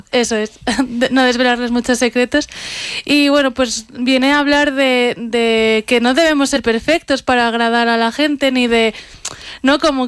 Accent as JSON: {"language": "Spanish", "region": "Catalonia", "country": "Spain", "moved": "yes", "lives_now": "Escucha, Spain", "said": "Soy de un pueblecito de Gerona, de la costa. Pero bueno, ya llevo unos añitos aquí y estoy encantada con Teruel y con toda la zona."}